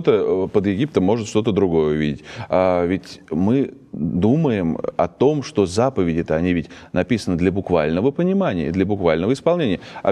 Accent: Russia; born there; Мы родились в России, Бог даст в России и помрем.

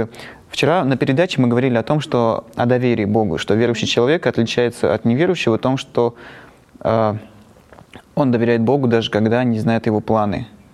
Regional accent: Armenia; Я думала, армяне гостеприимный народ. Оказывается, африканцы нас переплюнули.

